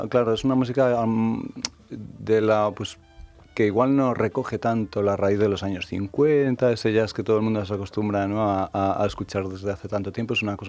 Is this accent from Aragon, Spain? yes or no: no; Galicia, Spain; moved away; Que he hecho una muga desde que salí de Galicia y que estoy viviendo aquí.